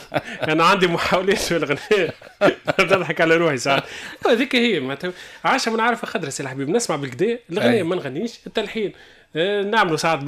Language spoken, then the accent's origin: Arabic; Tunisia; احنا مثلا عندنا في تونس